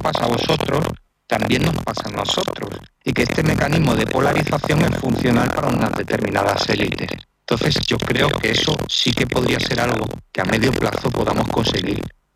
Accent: Andalusia, Spain; Tenemos en común yo como tú somos andaluces

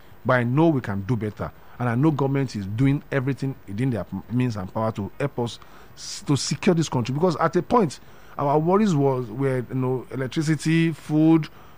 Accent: Nigeria; now in Lagos, Nigeria; As a Nigerian that live in Nigeria, that stay in Lagos

